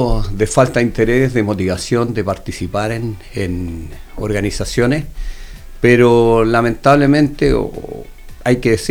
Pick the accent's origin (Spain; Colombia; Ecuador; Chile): Chile; Santa Cruz, O'Higgins; born there; now in Cunaco, Chile; yo soy santacruzano y cunaquino, ¿sí? Porque nací en Santa Cruz, pero vivo en Cunaco también, pero paso todo el día en Santa Cruz.